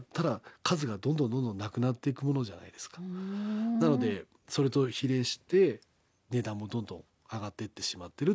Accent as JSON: {"language": "Japanese", "region": "Kochi", "country": "Japan", "tie": "born or raised there", "said": "自分高知県出身なんですけども"}